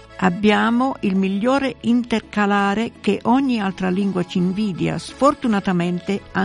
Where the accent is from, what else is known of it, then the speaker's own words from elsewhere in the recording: Friuli-Venezia Giulia, Italy; Dunque, abitiamo nella migliore regione italiana.